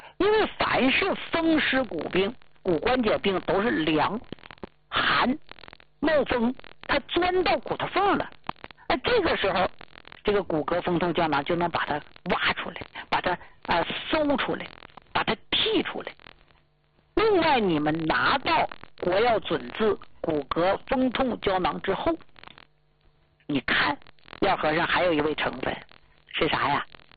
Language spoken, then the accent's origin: Chinese; Jilin, China; 咱们吉林老家人都知道，冬暖夏凉